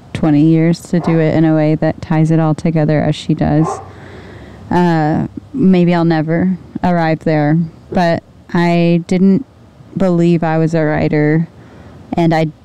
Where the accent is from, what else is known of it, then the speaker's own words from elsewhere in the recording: Indiana, United States; I'm from Indiana. I'm from the Midwest.